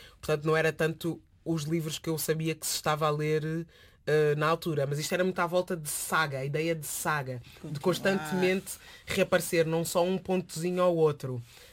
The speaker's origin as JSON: {"language": "Portuguese", "region": "Lisbon", "country": "Portugal", "said": "sendo lisboeta"}